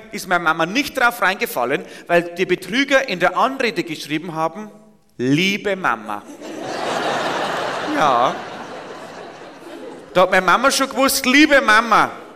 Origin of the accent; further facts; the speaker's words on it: Bavaria, Germany; wie man es bei uns im Bayerischen Wald nicht jeden Tag sieht.